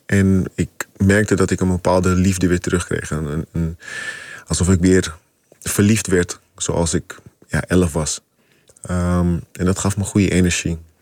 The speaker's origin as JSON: {"language": "Dutch", "town": "Amsterdam", "region": "North Holland", "country": "Netherlands", "said": "ik kom uit de Bijlmer"}